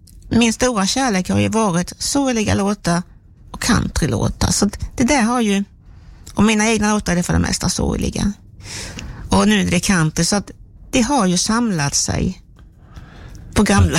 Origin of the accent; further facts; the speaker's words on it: Steninge, Halland County, Sweden; moved away as an adult; now in Växjö, Sweden; jag trivs väldigt bra i Växjö, men jag saknar ju havet. Jag är ju som från Steninge, det ligger vid havet alldeles, och vårt gamla hus som finns kvar, det ligger nära havet